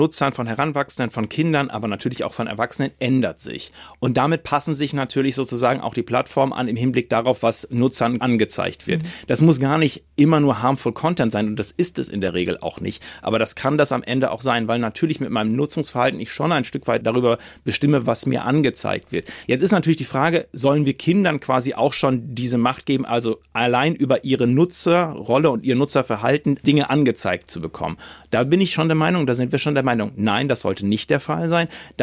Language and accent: German; Lower Saxony, Germany; Ich bin aufgewachsen in Ostfriesland. Das ist sehr rural, sehr ländlich, und ich bin schwul.